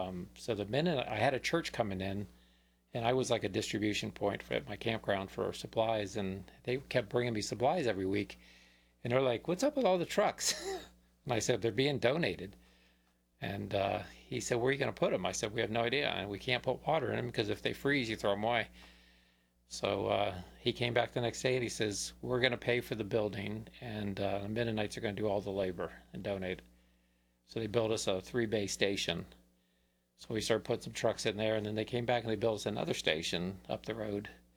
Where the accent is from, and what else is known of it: Florida, United States